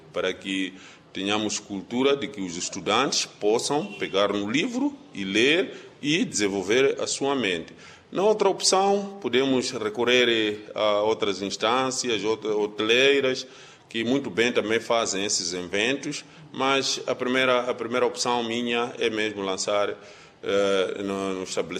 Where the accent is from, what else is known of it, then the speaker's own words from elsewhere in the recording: Mozambique; nós, no nosso país, falamos várias línguas.